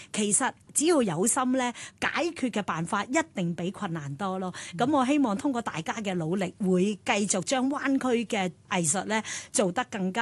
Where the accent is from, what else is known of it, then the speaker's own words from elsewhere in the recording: Hong Kong; 我哋其實香港人